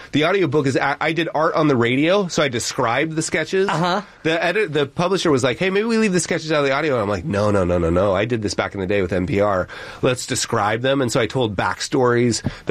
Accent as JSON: {"language": "English", "region": "Utah", "country": "United States", "said": "We're from Utah."}